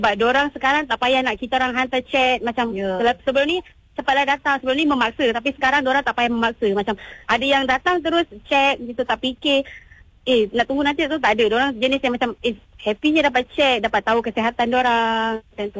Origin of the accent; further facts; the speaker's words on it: Selangor, Malaysia; Saya dari kampung Kuala Pangsun.